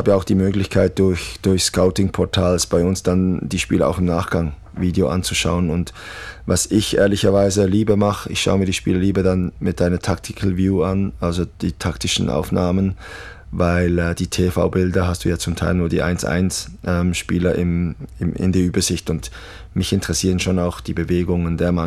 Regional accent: Switzerland; Natürlich aber auch schlägt mein Herz für die Schweiz, wo ich groß geworden bin.

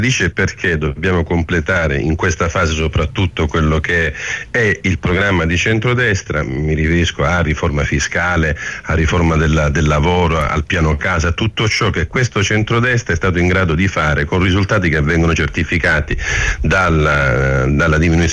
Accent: Sicily, Italy; Io sono eletto in Sicilia, sono siciliano, quindi naturalmente sono portato ad amare quella terra

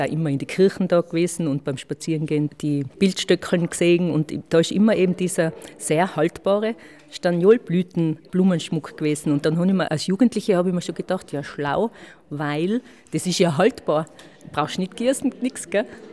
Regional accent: Hall in Tirol, Tyrol, Austria; Also ich bin … aus Hall in Tirol.

